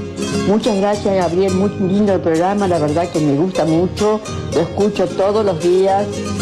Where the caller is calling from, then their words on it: Lincoln, Buenos Aires Province, Argentina; Llamo desde la ciudad de Lincoln, la provincia de Buenos Aires.